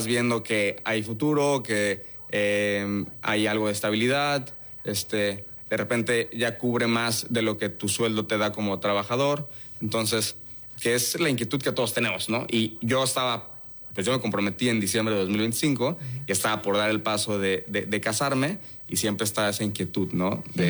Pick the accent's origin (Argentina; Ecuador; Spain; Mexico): Mexico; Tapachula, Chiapas; moved away as an adult; now in Mérida, Mexico; tengo 27 años, soy de Tapachula, Chiapas. Ya llevo viviendo aquí 8 años en Mérida.